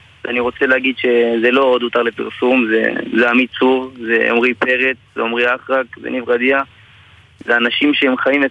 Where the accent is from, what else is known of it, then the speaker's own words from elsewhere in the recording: Elyakhin, Central District, Israel; יכין, בעמק חפר. אני בן 21